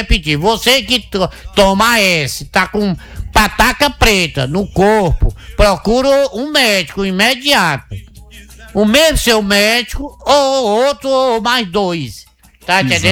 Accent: Ipu, Ceará, Brazil; born there; eu sou caboclo lá, eu nasci no Ceará, no meio do mato, igual preá. nasci igual preá, sabe?

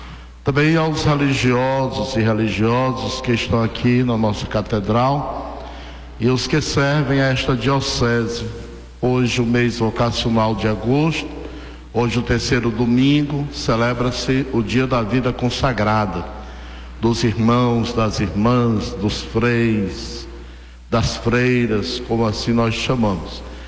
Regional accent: Fortaleza, Ceará, Brazil; moved away; minha cidade natal, Fortaleza

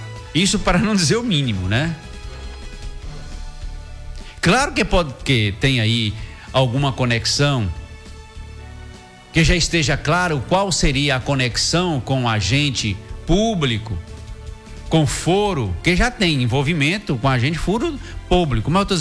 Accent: Brazil; Nós somos comuns, somos brasileiros

